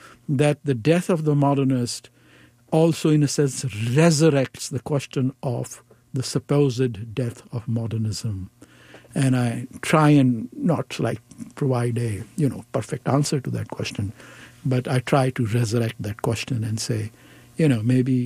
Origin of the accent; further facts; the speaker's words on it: Chandigarh, India; I sort of wore Chandigarh like an albatross around my neck, like I'm from Chandigarh and modernism.